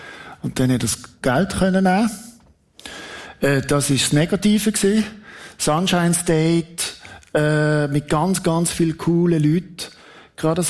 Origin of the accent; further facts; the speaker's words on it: Switzerland; schau, ich bin Schweizer, ich bin neutral, ich laufe jetzt da rein.